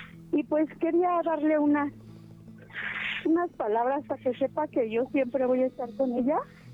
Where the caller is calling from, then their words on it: Chimalhuacán, State of Mexico, Mexico; De Chimalhuacán, pero ahorita estoy aquí trabajando en Nesa